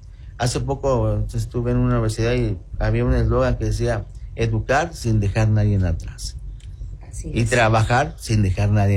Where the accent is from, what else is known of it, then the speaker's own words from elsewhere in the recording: Banderilla, Veracruz, Mexico; yo represento un pueblo al que amo y quiero, sí, donde yo nací, crecí y estoy